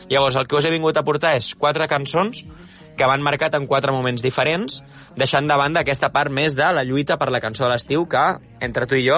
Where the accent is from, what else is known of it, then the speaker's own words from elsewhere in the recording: Vidreres, Catalonia, Spain; Vidreres, al meu poble